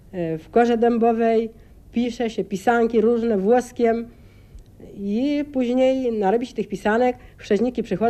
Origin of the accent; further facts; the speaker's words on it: Dębska Wola, Świętokrzyskie Voivodeship, Poland; U nas w Dębskiej Woli jest dużo śpiewaczek.